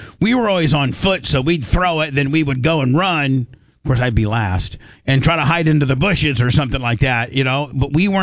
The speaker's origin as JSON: {"language": "English", "town": "Warsaw", "region": "Indiana", "country": "United States", "tie": "born or raised there", "said": "you know, a lot growing up in Warsaw, Indiana"}